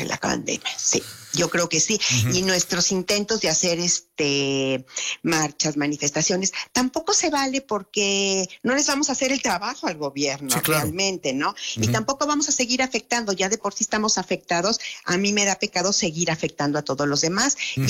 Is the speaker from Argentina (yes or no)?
no; Mexico